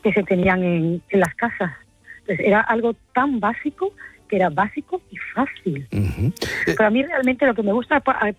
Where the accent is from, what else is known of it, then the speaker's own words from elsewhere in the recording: Granada, Andalusia, Spain; Bueno, yo soy de Granada.